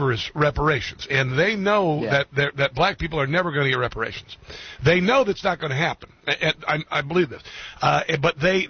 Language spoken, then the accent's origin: English; United States